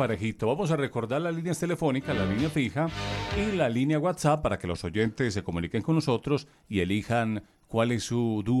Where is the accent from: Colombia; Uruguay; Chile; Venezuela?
Colombia; Así somos los colombianos